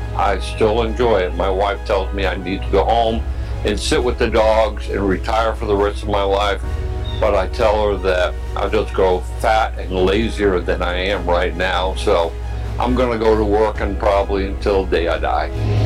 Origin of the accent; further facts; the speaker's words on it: Florida, United States; moved away as an adult; I came to South Carolina, the upstate, in 1980. I was a transplant from Florida.